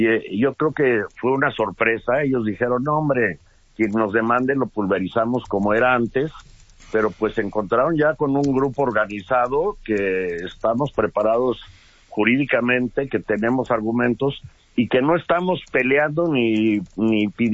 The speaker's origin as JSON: {"language": "Spanish", "country": "Mexico", "said": "Y nosotros estamos ya hoy viendo por el orgullo nacional, el orgullo como mexicanos"}